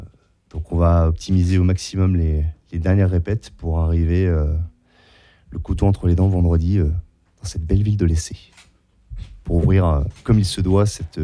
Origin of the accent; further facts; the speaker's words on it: Saint-Lô, Normandy, France; À Saint-Lô, ouais, à Saint-Lô. Parce qu'on est bien de Saint-Lô. On est vraiment de Saint-Lô, j'insiste.